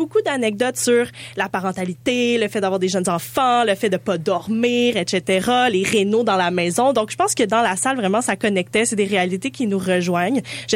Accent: Montreal, Quebec, Canada; je pense qu'on se reconnaît en tant que Montréalais aussi là

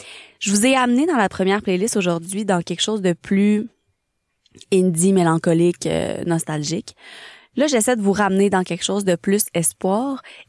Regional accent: Trois-Rivières, Quebec, Canada; je l'ai également vu en show dans ma ville natale à Trois-Rivières

